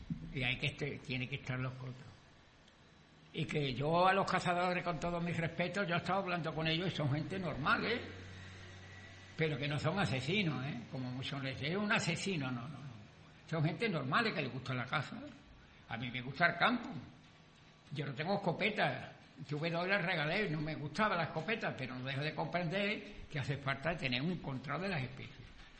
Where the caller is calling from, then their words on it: Sanlúcar de Barrameda, Andalusia, Spain; Y yo soy de San Lucas